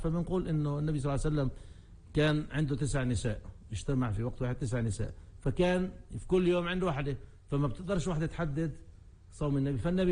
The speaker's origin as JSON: {"language": "Arabic", "country": "Palestine", "said": "ونحن كشعب فلسطيني بنعيش اللي بنعيشه"}